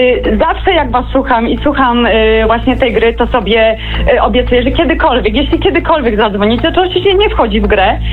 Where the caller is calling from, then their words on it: Roczyny, Lesser Poland, Poland; Z Roczyn koło Andrychowo.